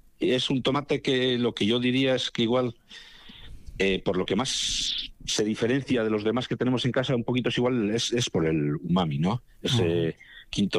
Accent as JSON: {"language": "Spanish", "town": "Areatza", "region": "Basque Country", "country": "Spain", "said": "muy cerquita de Areatza, porque nosotros somos de Areatza en realidad."}